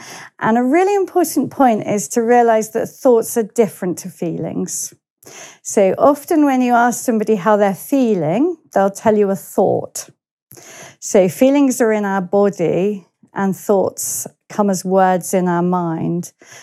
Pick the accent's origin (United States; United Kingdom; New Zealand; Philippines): United Kingdom; Worthing, South East England; Worthing was my hometown.